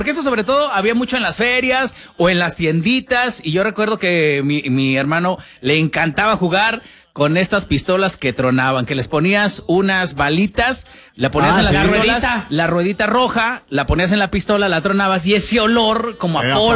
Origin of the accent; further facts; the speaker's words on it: Mexico; moved away; Los que somos de México sabemos de los que están hablando